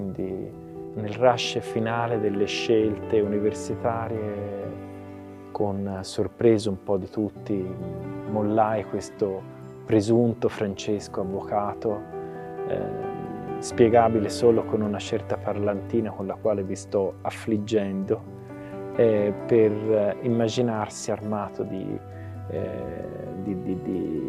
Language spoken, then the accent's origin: Italian; Florence, Tuscany, Italy; born there; Io sono nato a Firenze in un anno, diciamo, un po' caldo, nel 1968, quindi forse qualcosa di quei fermenti deve essere entrato nell'ospedale di Careggi, dove appunto sono venuto alla luce.